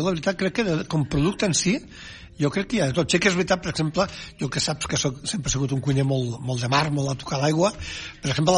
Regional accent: Catalonia, Spain; som cuiners catalans.

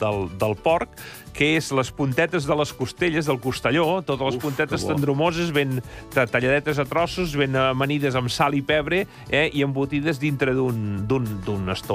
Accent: Catalonia, Spain; now in Barcelona, Spain; jo soc de la Conca de Barberà

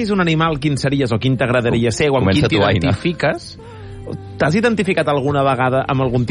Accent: Catalonia, Spain; que som catalans, abans que cap altra cosa a la vida.

